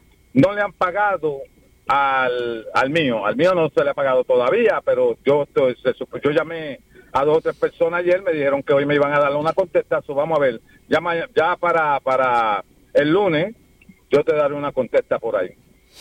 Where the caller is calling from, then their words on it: St. Croix, U.S. Virgin Islands; Ahora mismo el pueblo de Wim, la parte de Wim y Campo Rico, nosotros estamos sufriendo con la tubería de nosotros